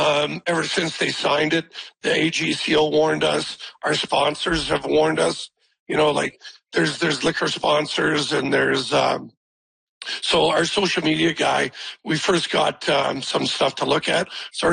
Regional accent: Canada; me as a fan, me as a business, as a Canadian, I'm proud to show Toronto

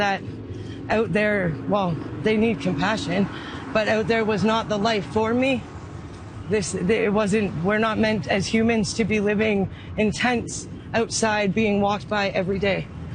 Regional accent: London, Ontario, Canada; I was from London, Ontario.

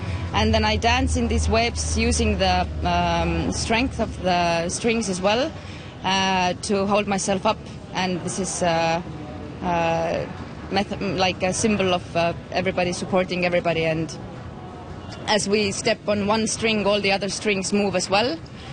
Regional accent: Estonia

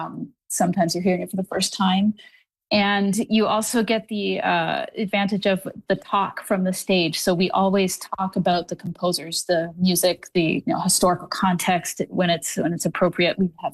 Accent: Listowel, Ontario, Canada; I think this is a bit of like me giving back the best of myself to the place where I grew up. So I grew up in Listowel, but I spent my summers and sometimes weekends in the winters up on the Bruce.

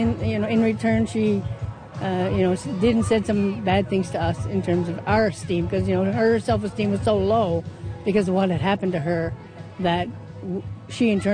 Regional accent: Goose Bay, Newfoundland and Labrador, Canada; I'm from Goose Bay, Labrador.

